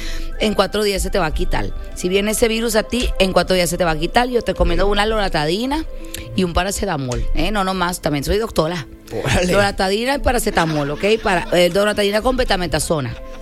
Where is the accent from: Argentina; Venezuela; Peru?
Venezuela; mi oficina Reforma llamada Unelbo.